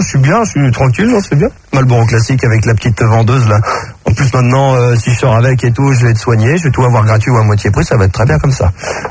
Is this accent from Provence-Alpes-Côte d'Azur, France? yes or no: no; Versailles, Île-de-France, France; born there